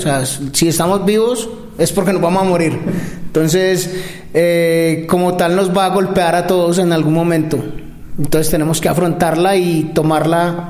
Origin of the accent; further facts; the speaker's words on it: Colombia; now in Florida, United States; nosotros somos dos colombianos que llevamos radicados en Estados Unidos aproximadamente 25 años